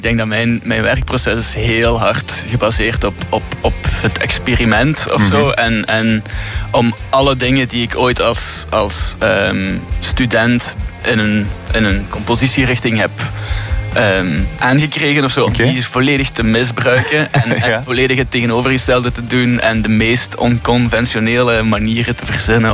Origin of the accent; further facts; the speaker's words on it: Limburg, Belgium; Ik ben van Limburg. Ik ben daar opgegroeid. Ik ga daar al naartoe van sinds ik 15 ben, denk ik.